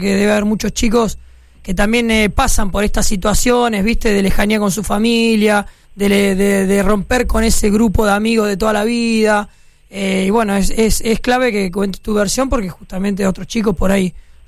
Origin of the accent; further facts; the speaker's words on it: Mar del Plata, Buenos Aires Province, Argentina; Yo soy de Mar del Plata y me había ido a jugar a Renato Cesarini en Rosario y nos dieron el fin de semana libre. Me volví para Mar del Plata